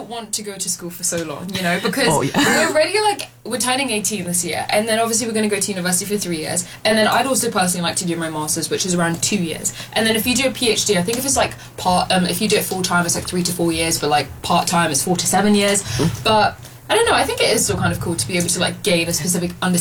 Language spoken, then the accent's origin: English; Luton, East of England, United Kingdom; I'm from Luton.